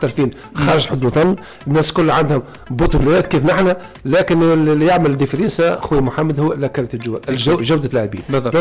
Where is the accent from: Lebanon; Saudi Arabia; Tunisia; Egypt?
Tunisia; نقول احنا كشعب تونسي